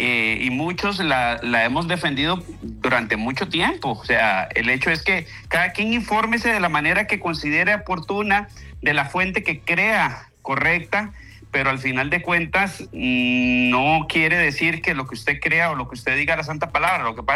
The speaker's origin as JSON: {"language": "Spanish", "country": "Costa Rica", "said": "yo lo digo de verdad como costarricense, como persona de a pie que soy, como papá que soy, como esposo que soy, como hijo que soy."}